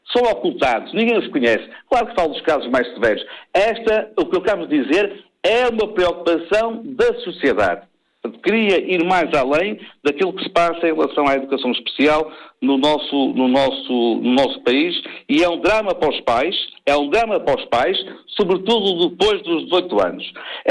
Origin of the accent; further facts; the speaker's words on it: North, Portugal; no meu caso, sou do Norte